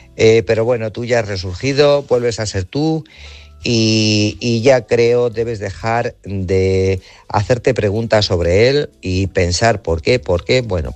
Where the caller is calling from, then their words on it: Guadalajara, Castilla-La Mancha, Spain; Buenas noches, Álvaro, corresponsales y oyentes. … de Guadalajara.